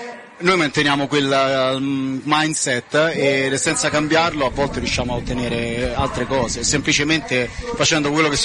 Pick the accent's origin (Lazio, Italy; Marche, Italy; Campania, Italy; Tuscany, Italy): Lazio, Italy; Rome; moved away as an adult; now in Australia; io, anche se la mia famiglia è del sud, siciliana, però sono nato e cresciuto a Roma, come sente dall'accento.